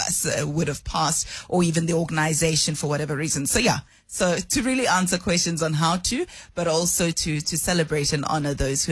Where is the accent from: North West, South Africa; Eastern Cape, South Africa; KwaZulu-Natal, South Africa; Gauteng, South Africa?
Gauteng, South Africa; Soweto; I grew up at Dobsonville in Soweto, and privilege allowed me to go to schools in your suburb areas like Constantia, Kloof, Allen's Neck.